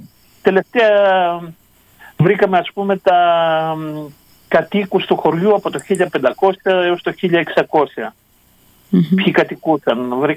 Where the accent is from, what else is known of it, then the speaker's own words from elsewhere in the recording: Arta, Epirus, Greece; Είναι γνωστό το χωριό μου στην Άρτα σαν Ιμάμ Τσαούς, με την παλιά του ονομασία.